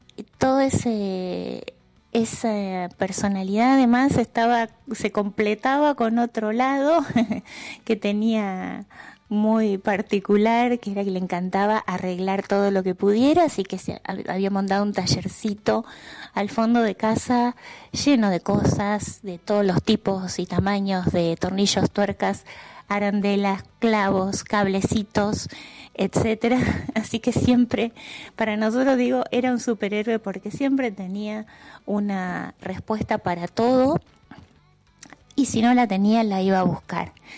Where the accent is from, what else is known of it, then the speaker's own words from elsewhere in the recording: Argentina; Nosotros con mis hermanos, Gabriela y Daniel, tuvimos la fortuna de habernos criado en una ciudad en la que cada vez que decíamos nuestro nombre, alguien nos preguntaba, ay, ¿qué sos del doctor?